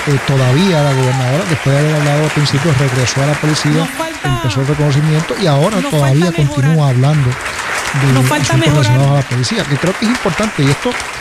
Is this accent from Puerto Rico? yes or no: yes; Puerto Rico; porque todos somos puertorriqueños